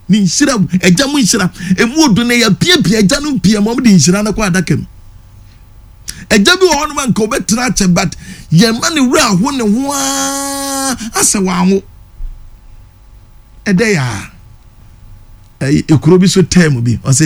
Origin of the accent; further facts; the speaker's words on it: Ghana; We are Ghanaian.